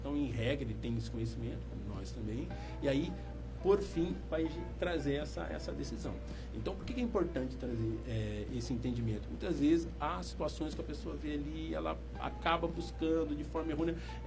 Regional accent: Brazil; como, né, brasileiros

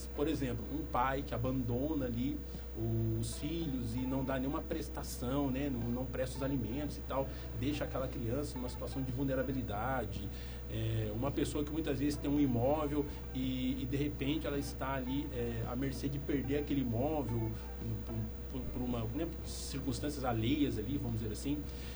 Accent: Brazil; como, né, brasileiros

